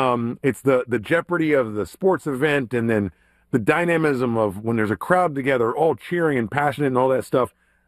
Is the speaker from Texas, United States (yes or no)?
yes; Texas, United States; I'm from Texas. They used to call it the Texas New Year, right?